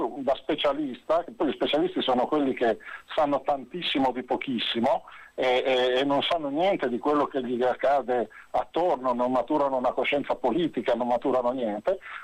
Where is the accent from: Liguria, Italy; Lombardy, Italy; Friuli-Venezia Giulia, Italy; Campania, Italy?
Liguria, Italy; Sanremo; io sono di Sanremo, Imperia